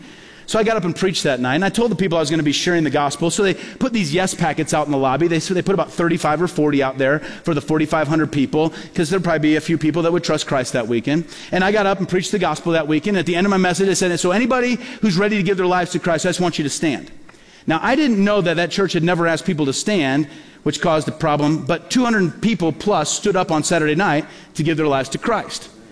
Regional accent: Peoria, Illinois, United States; born or raised there

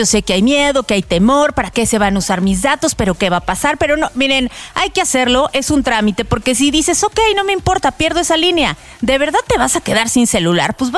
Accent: Mexico; Oye, y como buen mexicano, al último momento, sí.

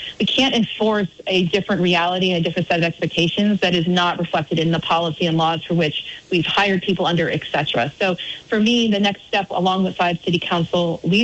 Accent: Barrie, Ontario, Canada; when I served alongside Peter Anthony from my hometown of Barrie

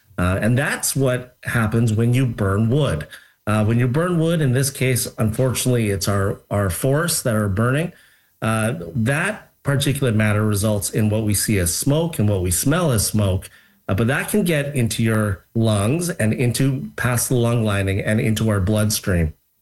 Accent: British Columbia, Canada; as British Columbians

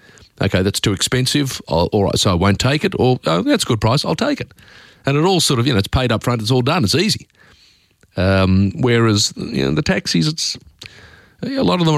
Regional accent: Australia

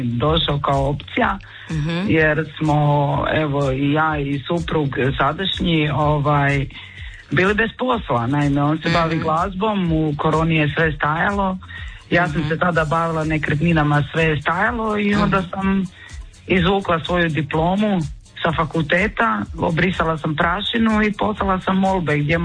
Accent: Rijeka, Primorje-Gorski Kotar County, Croatia; now in Zagreb, Croatia; Ja sam Riječanka dislocirana u Zagrebu.

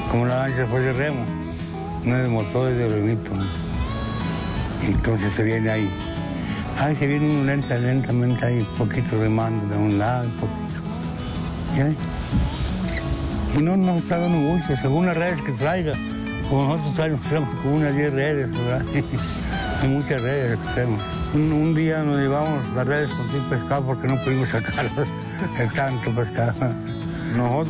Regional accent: Nayarit, Mexico; born there; now in Zacatecas, Mexico; yo me crié en Nayarit, allá. Allá me crié yo en Nayarit cuando estaba chavalillo. Me llevaron mis padres para allá, que tenía, pues fue en 1945, yo nací en 1945. Y él me llevó para allá en 57

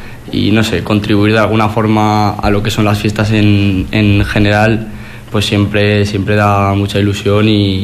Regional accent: Ejea de los Caballeros, Aragon, Spain; born there

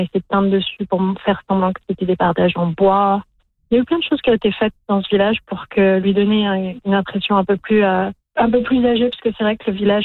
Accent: France; now in Newfoundland, Canada; Moi, en tant que Française installée à Terre-Neuve

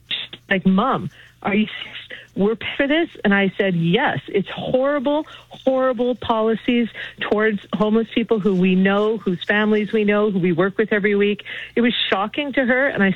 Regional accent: Quebec, Canada; I grew up in Quebec during the first referendum.

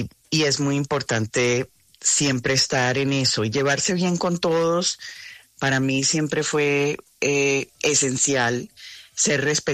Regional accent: Colombia; now in South Florida, United States; la primera colombiana

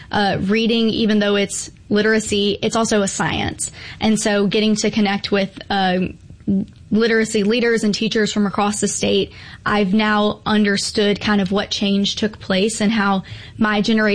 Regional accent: Hattiesburg, Mississippi, United States; I grew up in, well, I grew up in Hattiesburg, but my mom's side of the family is all of Fayette County.

